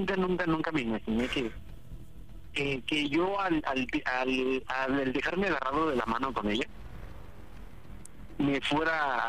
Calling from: Naucalpan, State of Mexico, Mexico; Estamos aquí en Naucalpan, tengo 37

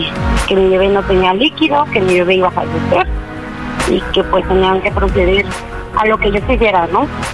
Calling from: Ecatepec, State of Mexico, Mexico; Tengo 30 años, soy de aquí de Catepec.

